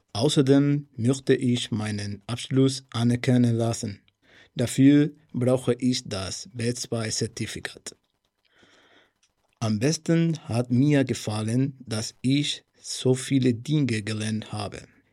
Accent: Cádiz, Andalusia, Spain; German is a second language; moved away as an adult; now in Germany; Ich komme aus Spanien, aus Cádiz, in Süden Spanien, zwischen Atlantik und Mittelmeer.

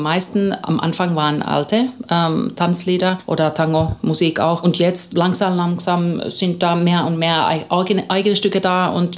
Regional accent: Southern Germany, Germany; Wir kommen aus Süddeutschland und da kennt man ja dann natürlich irgendwann dann die passenden Leute auch.

